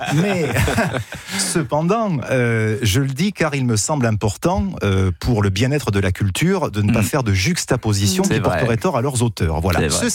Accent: Marseille, Provence-Alpes-Côte d'Azur, France; Alors que moi, je viens de Marseille.

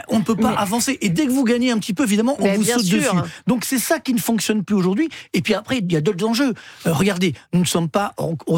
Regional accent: Orly, Île-de-France, France; je viens des cités HLM d'Orly.

